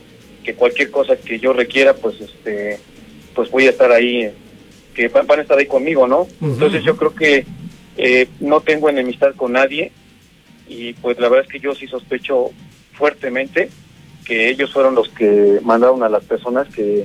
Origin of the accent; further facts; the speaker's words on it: Mexico; lo que más debemos de hacer nosotros como mexicanos, ya no hablo como gobernados, yo creo que hablo ya como mexicanos